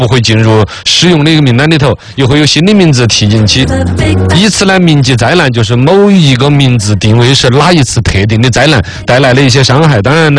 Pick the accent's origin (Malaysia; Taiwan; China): China; 所以我们中国人一说，你玩儿喝西北风就是最冷、最恼火的。